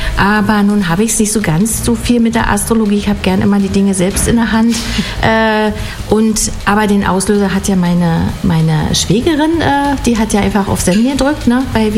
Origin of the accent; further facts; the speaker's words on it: Frankfurt, Brandenburg, Germany; Ich freue mich sehr, hier zu sein, in meiner Heimatstadt natürlich. Ich habe hier schon ein ganz erfülltes Herz. Beim Blick aus dem Fenster über Frankfurt-Oder ist echt toll.